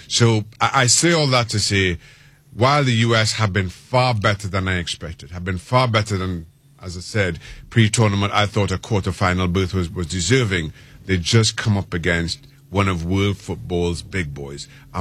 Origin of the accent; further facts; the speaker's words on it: Trinidad & Tobago; You mentioned I'm from Trinidad and Tobago, so I grew up playing against the U.S. at junior national levels, even including those.